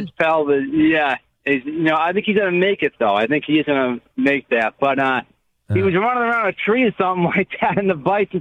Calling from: Brockton, Massachusetts, United States; I'm from Brockton. I don't know if you know that, Ben. I'm from over there. I'm from that area.

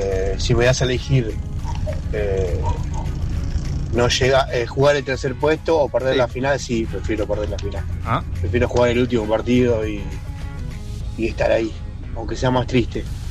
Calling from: Lanús, Buenos Aires Province, Argentina; de Lanús.

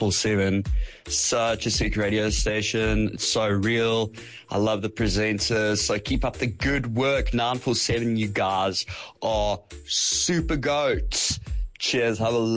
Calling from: Jeffreys Bay, Eastern Cape, South Africa; I'm tuned in from the Eastern Cape, Jeffreys Bay. So it's raining here.

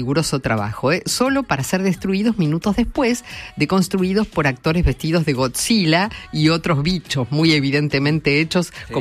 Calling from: Entre Ríos, Argentina; Hola, encendido … de Entre Ríos.

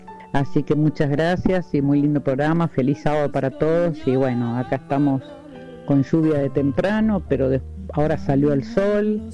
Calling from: Buenos Aires, Argentina; de Capital Federal, Buenos Aires.

